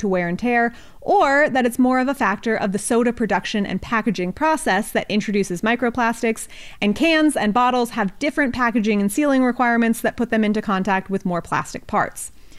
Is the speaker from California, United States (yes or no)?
yes; California, United States; my home state of California just passed a bill